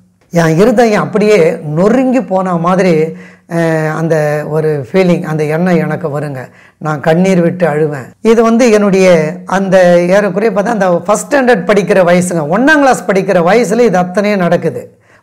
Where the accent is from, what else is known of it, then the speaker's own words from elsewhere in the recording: Nedungundram, Tamil Nadu, India; also born or lived in Perumbakkam; அந்த பெரும்பாக்கத்திலிருந்து என்னுடைய முழு குடும்பமும் என்னையும் கூட்டிக்கின்னு என்னுடைய சொந்த ஊருக்கு, அதாவது நெடுங்குன்றம், வண்டலூர் ஜூவுக்கு பக்கத்தில் நெடுங்குன்றம் என்ற கிராமம் தான் என்னுடைய சொந்த ஊர்.